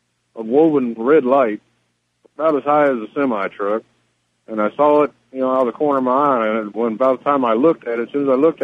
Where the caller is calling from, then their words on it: Florida, United States; I'm from Florida, of course. I'm currently driving through Texas.